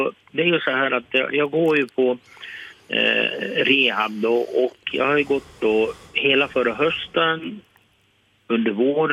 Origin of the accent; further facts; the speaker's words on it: Vilhelmina, Västerbotten County, Sweden; Jag är västerbottning. Jag kommer från Vilhelmina.